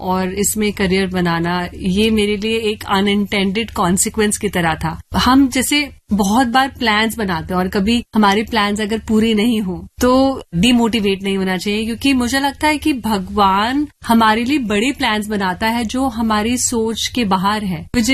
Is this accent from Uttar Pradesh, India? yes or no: yes; Bareilly, Uttar Pradesh, India; मैं एक छोटे शहर से हूँ, मैं बरेली से हूँ